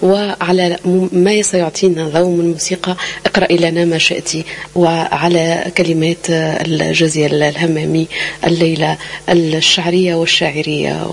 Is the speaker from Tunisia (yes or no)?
yes; Tunisia; بوجود كل المبدعين اللي عندنا في تونس